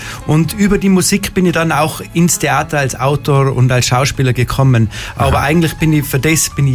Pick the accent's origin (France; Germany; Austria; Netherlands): Austria; Bach, Tyrol; Also ich komme auch aus Bach im Lechtal und da kennt sich jeder. Wir sind eine Gemeinde mit 600 Seelen.